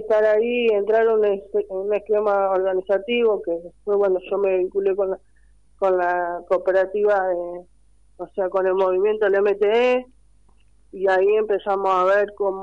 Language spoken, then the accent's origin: Spanish; Santa Marta, Magdalena, Colombia; Claro, sí, yo soy de acá en Santa Marta, soy del barrio cerca al Basural, y sí, yo de los 14 años que voy al Basural, a trabajar directamente